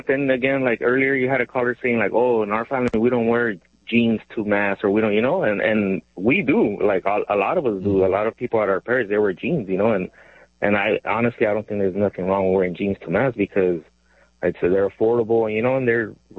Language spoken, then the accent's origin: English; Los Angeles, California, United States; also born or lived in Mexico; So I grew up in Los Angeles, but I'm originally from Mexico, and we grew up here without money.